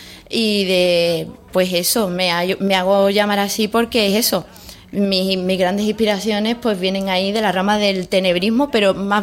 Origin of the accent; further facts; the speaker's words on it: Utrera, Andalusia, Spain; mi pueblo